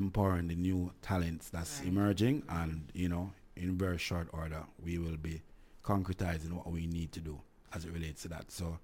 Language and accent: English; Jamaica; but I'm a Jamaican